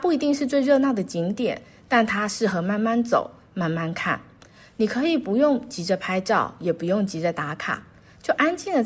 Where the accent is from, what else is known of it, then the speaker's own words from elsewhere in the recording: Taiwan; Hello， 大家好， … 今天想带大家走进西安一个很特别的地方